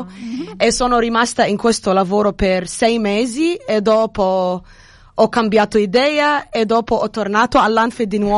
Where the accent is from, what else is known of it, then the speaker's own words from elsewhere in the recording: Cairo, Cairo Governorate, Egypt; Italian is a second language; moved away as an adult; now in Australia; Sono egiziana, vengo dal Cairo.